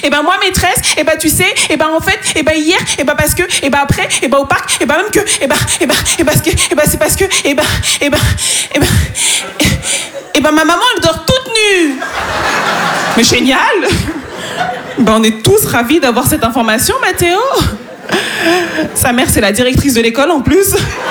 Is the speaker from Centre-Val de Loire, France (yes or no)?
no; Île-de-France, France; born there; C'est peut-être parce que je suis née dans le Val-d'Oise, connasse, hein, peut-être, c'est un indice.